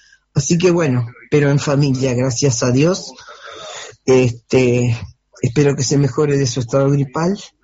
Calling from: Estación González, San José, Uruguay; de Estación González.

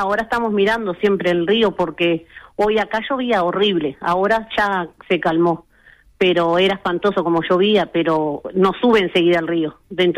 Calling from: San José de Mayo, San José, Uruguay; de San José de Mayo.

